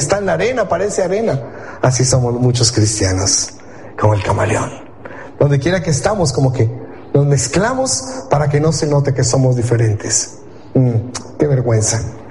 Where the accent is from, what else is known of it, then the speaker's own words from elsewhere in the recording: United States; y yo soy norteamericano, les voy a mostrar mi pasaporte